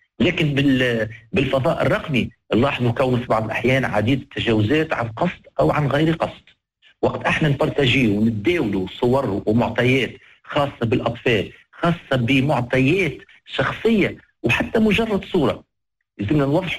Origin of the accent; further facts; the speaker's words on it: Tunisia; احنا كعائلة تونسية